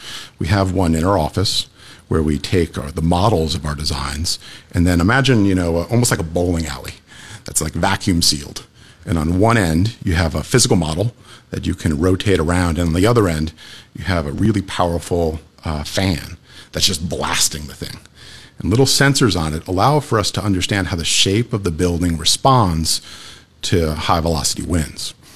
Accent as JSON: {"language": "English", "region": "New York", "country": "United States", "moved": "yes", "lives_now": "Chicago, United States", "said": "I'm from New York. I'm a New Yorker. Yeah, yeah. I moved to Chicago 11 years ago."}